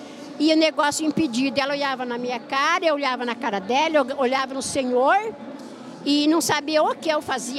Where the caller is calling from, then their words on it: Paraná, Brazil; eu sou do Paraná também